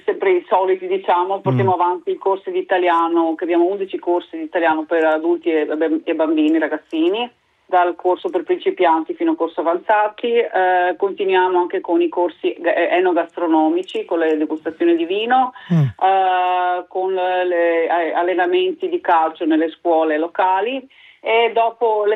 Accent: Venice, Veneto, Italy; born there; accent: Veneto; moved away; io ho sentito subito il mio dialetto veneto, quindi mi sono subito sentita a casa perché sono nata a Venezia.

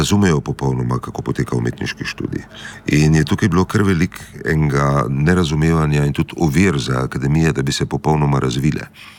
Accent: Vipava Valley, Gorizia, Slovenia; jaz izhajam z Vipavske doline

